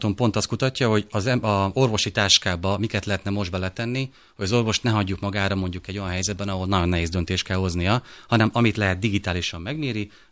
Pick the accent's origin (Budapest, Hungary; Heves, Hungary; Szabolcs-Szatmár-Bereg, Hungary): Szabolcs-Szatmár-Bereg, Hungary; én Szabolcsi vagyok